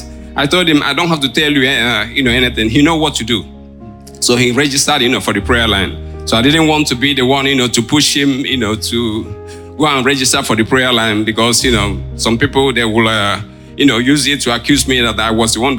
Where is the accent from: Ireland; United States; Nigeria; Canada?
Nigeria; now in Netherlands; I'm a Nigerian, but you know, we live, you know, here in Holland.